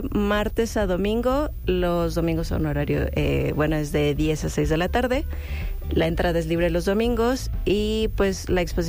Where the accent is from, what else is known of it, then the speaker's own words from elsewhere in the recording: Mexico; nosotros como mexicanos